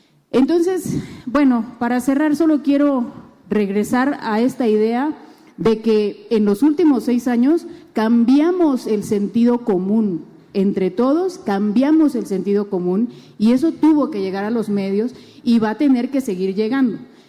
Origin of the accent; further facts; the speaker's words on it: Morelos, Mexico; moved away; Nosotros venimos de… pues de… yo vengo de Morelos.